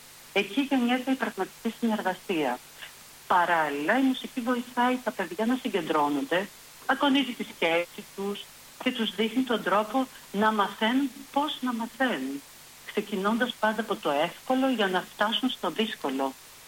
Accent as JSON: {"language": "Greek", "town": "Larissa", "region": "Thessaly", "country": "Greece", "tie": "born or raised there", "said": "Μεγάλωσα λοιπόν στη Λάρισα, σε ένα σπίτι με πολλά μουσικά ερεθίσματα."}